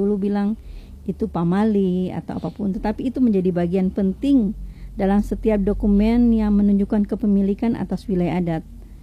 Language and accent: Indonesian; Maluku, Indonesia; kita di Maluku ini sangat sensitif soal tapal batas.